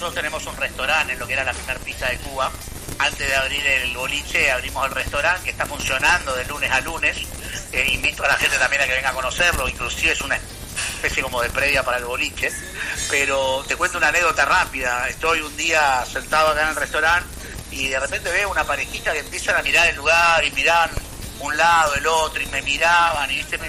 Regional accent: Puerto Iguazú, Misiones, Argentina; yo soy de Iguazú, ¿no es cierto? De toda mi vida estuve en Iguazú. Para mí, Iguazú es mi lugar en el mundo

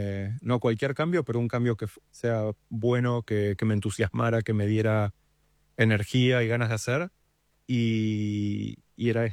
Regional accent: Argentina; Estudié en Argentina, nací, crecí acá, hice todo.

